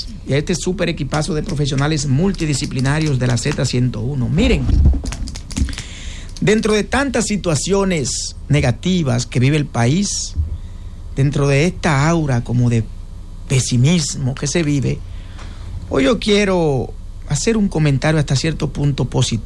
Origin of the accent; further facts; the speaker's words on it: Dominican Republic; Como quisqueyanos, como dominicanos, como duartianos que somos